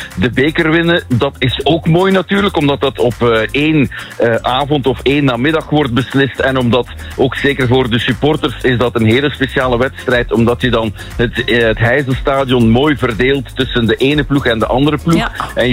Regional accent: Flanders, Belgium

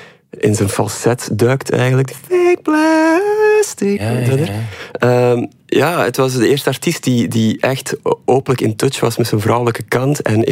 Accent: Mechelen, Flanders, Belgium; in Melcelen, van waar ik vandaan kom

